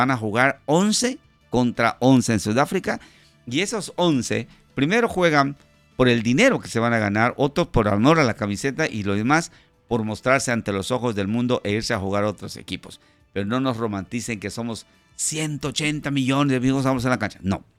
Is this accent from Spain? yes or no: no; Mexico; es el Mundial de la FIFA, en donde los invitados somos los mexicanos